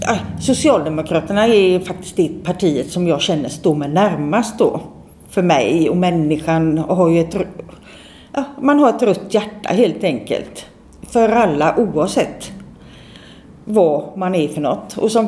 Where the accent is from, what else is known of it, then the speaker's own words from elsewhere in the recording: Gothenburg, Västra Götaland County, Sweden; now in Kinnarp, Sweden; Jag bor ute i Kinnarp. Jag kommer från Hisingen kan man ju säga då. Eller ja. Och jag har bott ute i Kållered. Jag har bott ett varv uppe på Bergsjön. Och sen så var jag iväg några år i Wien i Österrike.